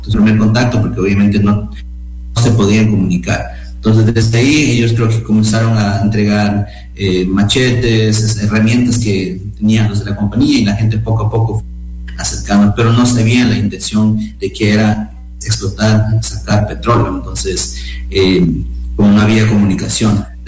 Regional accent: Sucumbíos, Ecuador; nosotros como pueblos ecuatorianos y peor como pueblos amazónicos.

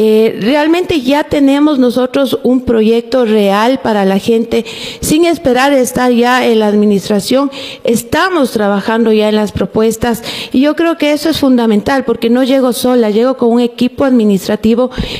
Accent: Ambato, Tungurahua, Ecuador; con todos quienes somos la gente de Ambato, quienes más nos necesitan, que son la gente del día a día

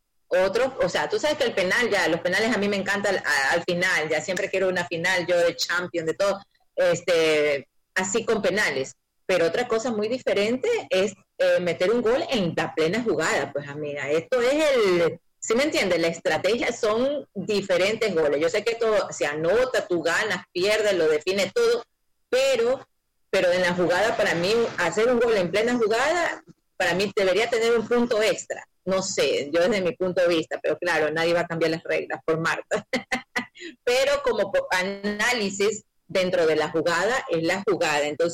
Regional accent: Ecuador; soy bien ecuatoriana, no soy bilingüe todavía

